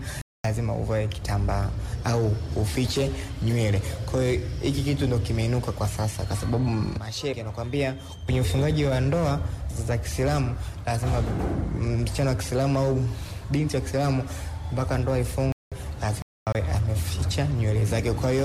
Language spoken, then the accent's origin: Swahili; Dodoma, Tanzania; natokea Dodoma.